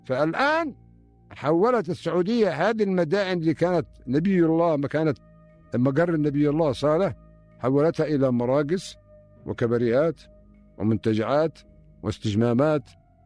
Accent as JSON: {"language": "Arabic", "country": "Yemen", "said": "يضيعها عندنا في اليمن"}